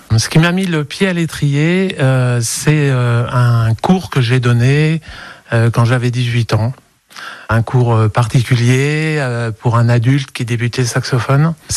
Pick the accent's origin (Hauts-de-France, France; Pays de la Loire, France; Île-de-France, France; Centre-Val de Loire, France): Centre-Val de Loire, France; Bourges; En fait, je suis de Bourges, donc j'ai commencé à enseigner dans les environs de Bourges